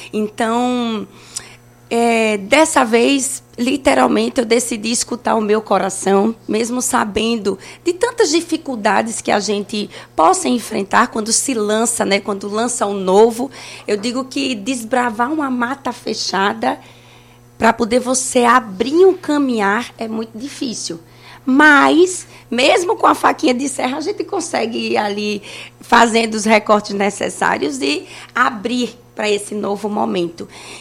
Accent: Maceió, Alagoas, Brazil; Eu fui nascida e criada no Jacintinho, então tenho muito orgulho.

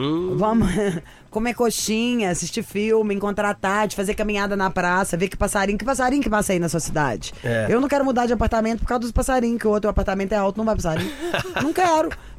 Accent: Brazil; Eu sou brasileira e não desisto nunca.

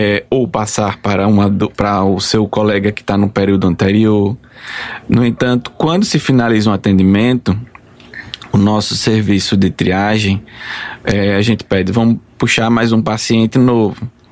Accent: Alagoas, Brazil; Sou alagoano.

